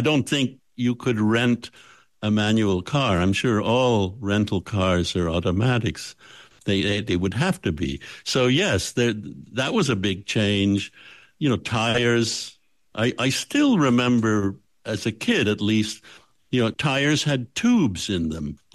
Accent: Canada; I grew up in Canada, which is very cold, which creates all sorts of special problems for cars.

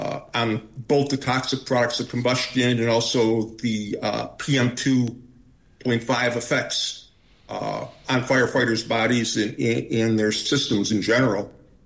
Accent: Syracuse, New York, United States; moved away as an adult; now in Manistee, United States; I grew up in Syracuse, New York

